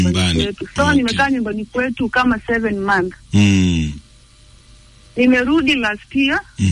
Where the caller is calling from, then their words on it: Vihiga County, Kenya; natoka Vihiga County.